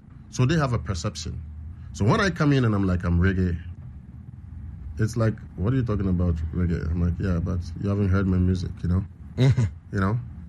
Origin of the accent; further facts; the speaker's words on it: Ashanti, Ghana; I come from the Ashanti Kingdom, so that's why I speak this language.